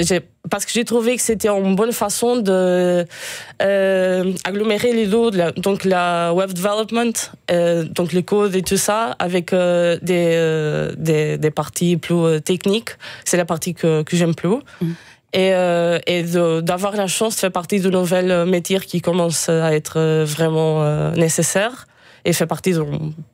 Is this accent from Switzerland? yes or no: no; Portugal; French is a second language; moved away as an adult; Je suis portugaise, j'ai déménagé de Portugal ici en 2022.